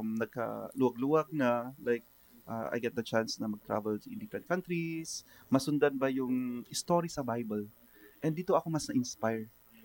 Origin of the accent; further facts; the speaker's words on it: Baguio, Cordillera Administrative Region, Philippines; ako po ay taga Baguio. Mm-hmm. I am from the suburb capital of the Philippines, Baguio.